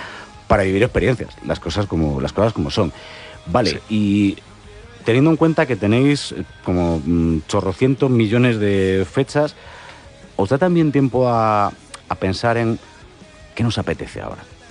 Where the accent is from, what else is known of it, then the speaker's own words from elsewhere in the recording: Pontevedra, Galicia, Spain; Yo es que soy de Pontevedra